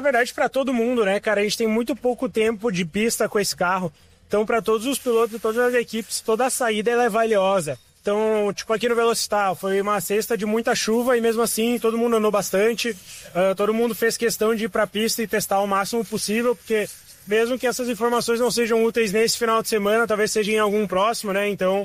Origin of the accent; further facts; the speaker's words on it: Santa Cruz do Sul, Rio Grande do Sul, Brazil; Eu nasci em Santa Cruz e cresci lá